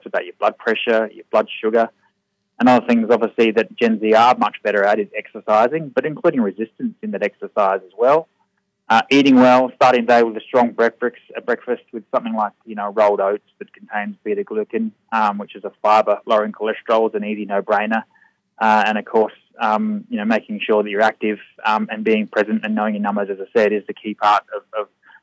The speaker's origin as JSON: {"language": "English", "town": "Adelaide", "region": "South Australia", "country": "Australia", "moved": "yes", "lives_now": "Melbourne, Australia", "said": "I'm a vascular and aortic physician in Adelaide. Sorry, in the Alfred, Melbourne, and I'm from Adelaide originally."}